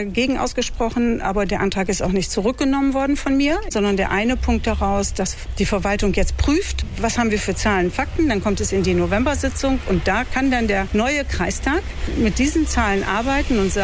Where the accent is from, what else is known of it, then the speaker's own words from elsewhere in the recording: Georgsmarienhütte, Lower Saxony, Germany; Ich komme aus Georgsmarienhütte.